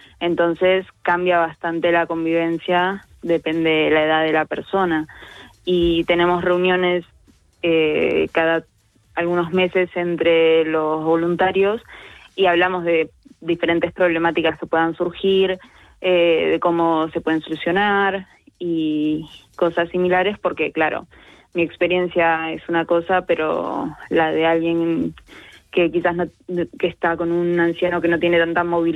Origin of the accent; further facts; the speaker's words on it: Argentina; porque si bien yo soy argentina, mi familia toda de España